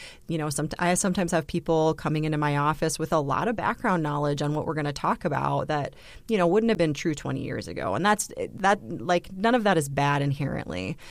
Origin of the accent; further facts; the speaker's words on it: Brookings, South Dakota, United States; I'm an internal medicine physician here in Brookings, South Dakota. This is my hometown. I was born and raised here, and I've been back practicing now for 10 years.